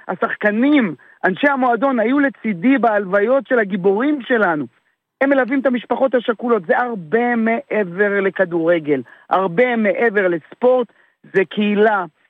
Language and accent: Hebrew; Beersheba, Southern District, Israel; אני נולדתי, גדלתי, התחנכתי באר שבע